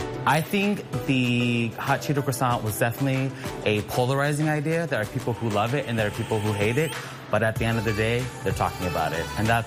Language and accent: English; Houston, Texas, United States; I'm born and raised in Houston, Texas. My heritage is Cambodian